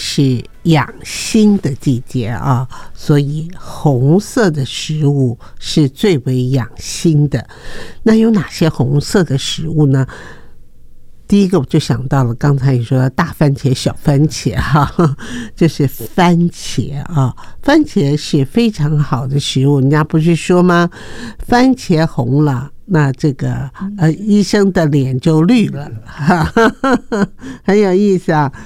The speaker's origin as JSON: {"language": "Chinese", "region": "Kaohsiung", "country": "Taiwan", "tie": "born or raised there", "said": "我小时候在左营长大"}